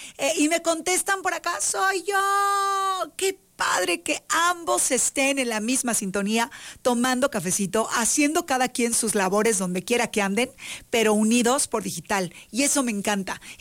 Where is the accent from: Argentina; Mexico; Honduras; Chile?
Mexico; born there; moved away; toda la gente que, como yo, crecimos en la frontera, y los que todavía estén por allá, por aquel pedazo hermoso de Coahuila de Zaragoza, Ciudad Acuña, frontera con Del Río, Texas